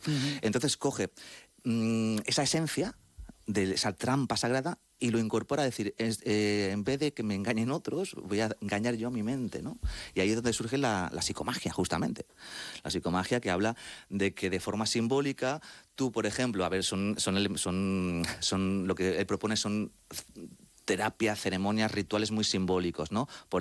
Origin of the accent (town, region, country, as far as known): Madrid, Community of Madrid, Spain